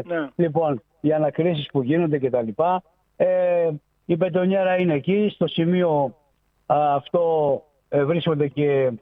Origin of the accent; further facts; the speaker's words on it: Greece; μας ενοχλεί σαν Έλληνες.